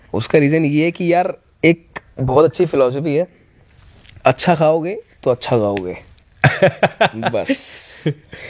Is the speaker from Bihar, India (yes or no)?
no; Punjab, India; मैं भी पंजाबी हूँ, वो भी पंजाबी हैं, और पूरे पंजाब को वर्ल्ड वाइड रिप्रेजेंट भी कर रहे हैं